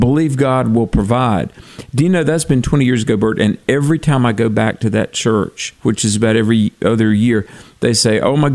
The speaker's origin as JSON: {"language": "English", "country": "United States", "said": "I'm an American."}